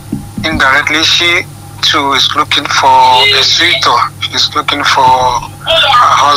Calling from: Kitchener, Ontario, Canada; calling from Kitchener.

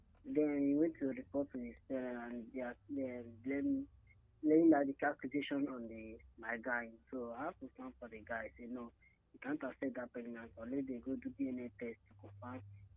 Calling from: Enugu, Enugu State, Nigeria; I'm calling from Enugu.

